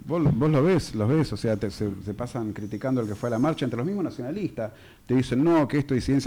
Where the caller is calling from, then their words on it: Argentina; unirnos como argentinos, no vamos a ir a ningún lado.